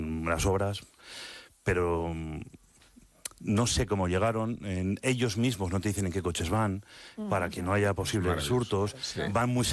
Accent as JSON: {"language": "Spanish", "country": "France", "said": "Yo como francés diría otra cosa también."}